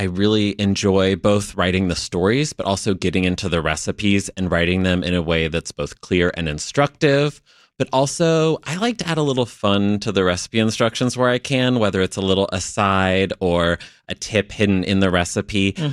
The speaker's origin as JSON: {"language": "English", "region": "Indiana", "country": "United States", "lives_now": "Chicago, United States", "said": "I'm from Indiana originally, but mm-hmm. I've lived here for a long time."}